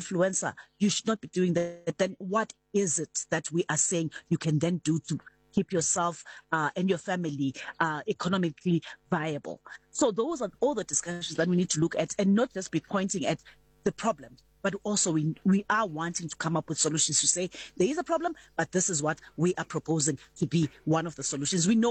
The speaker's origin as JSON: {"language": "English", "town": "Ekurhuleni", "region": "Gauteng", "country": "South Africa", "said": "I'm also from Ekurhuleni, so I know exactly what you're talking about."}